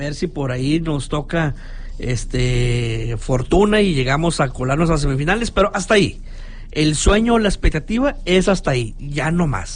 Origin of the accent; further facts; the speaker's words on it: Monterrey, Nuevo León, Mexico; aquí como regios